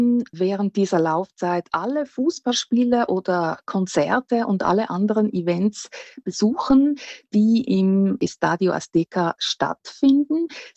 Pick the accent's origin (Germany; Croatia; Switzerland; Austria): Switzerland; now in Mexico; Also wie bei uns in der Schweiz im Zivilrecht ist es auch hier in Mexiko so.